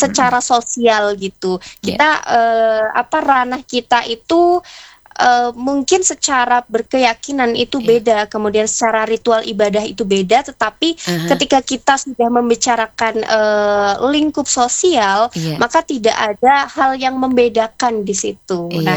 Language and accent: Indonesian; Java, Indonesia; saya masih ingat betul waktu dulu semasa kecil, ketika di Jawa